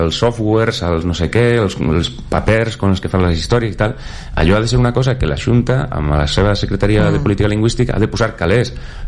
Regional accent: Galicia, Spain

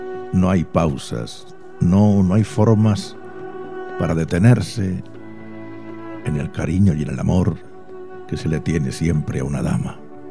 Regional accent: Region of Murcia, Spain; Y yo soy murciano por los cuatro costados, José.

